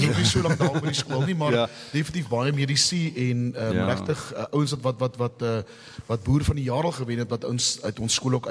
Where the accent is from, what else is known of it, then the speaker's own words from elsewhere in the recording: Bloemfontein, Free State, South Africa; moved away as an adult; now in Jacobsdal, South Africa; Ek is van Bloemfontein daar, groot geword, studeer, alles van Bloemfontein